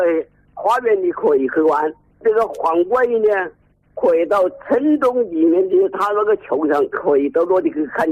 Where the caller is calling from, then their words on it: Honghu, Hubei, China; 忻州红河市叉河镇沈营村镇。